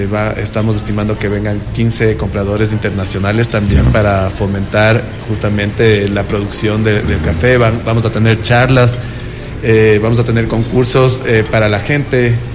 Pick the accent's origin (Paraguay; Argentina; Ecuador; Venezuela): Ecuador